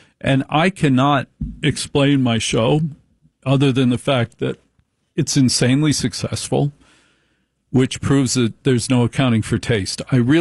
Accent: New Jersey, United States; It's impossible to insult me because I'm a professional talk show host, and I'm from New Jersey.

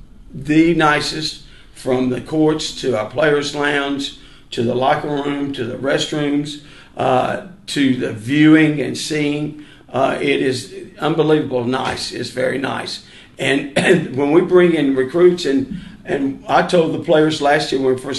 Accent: Leland, Mississippi, United States; moved away as an adult; also born or lived in Tulsa, Oklahoma; now in Southwest Mississippi, United States; I'm from the Delta, Leland, Mississippi. And there's not that many … in Mississippi.

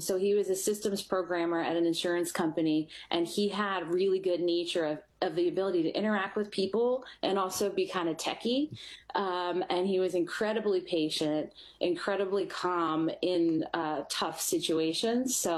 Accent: Philadelphia, Pennsylvania, United States; I'm from Northeast Philadelphia. I'm the youngest of three.

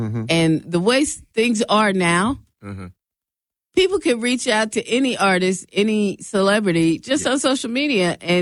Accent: Seattle, Washington, United States; I'm from Seattle. That's it. That's all.

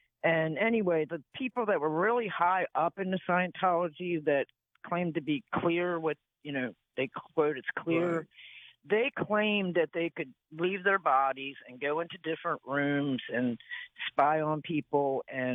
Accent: Baltimore, Maryland, United States; born there; also born or lived in Northern Virginia; I was born in Baltimore

